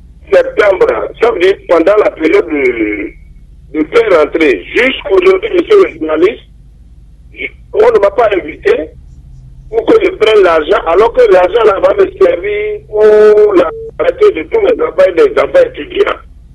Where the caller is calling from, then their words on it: Parakou, Borgou, Benin; j'appelle de Parapou, de Parou.